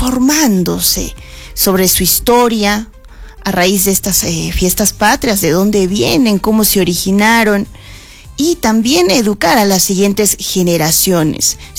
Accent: Peru; en este mes en el que celebramos nuestra independencia como peruanos.

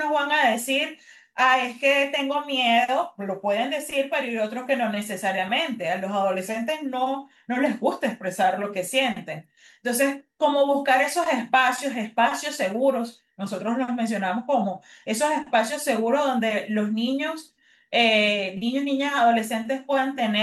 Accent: Venezuela; Es una de las cosas que nos caracteriza a nosotros como venezolanos

